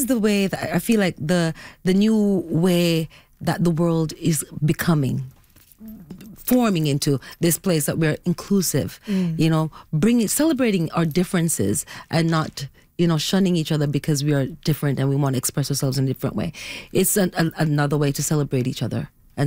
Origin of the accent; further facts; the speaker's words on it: Jamaica; Well, I was raised in Jamaica by my grandparents, who were strict Christians.